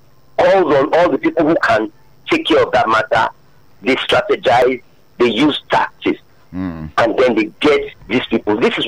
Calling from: Lagos, Nigeria; I'm calling from Abulegba.

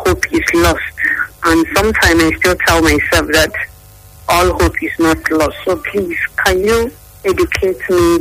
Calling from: Nigeria; Okay. I'm calling from Ibobayo.

